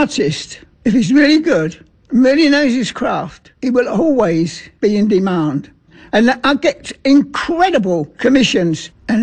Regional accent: London, United Kingdom; born there; I was born in 1934. I was born in White Hart Lane, Tottenham, which is a two-minute walk to the Tottenham Hotspur football ground.

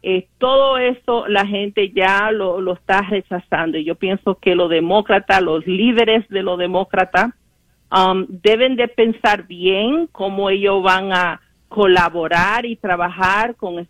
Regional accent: Dominican Republic; now in United States; yo voy a decir personalmente como dominicana

